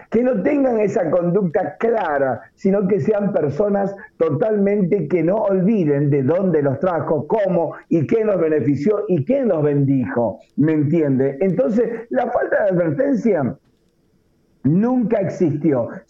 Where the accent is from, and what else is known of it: Argentina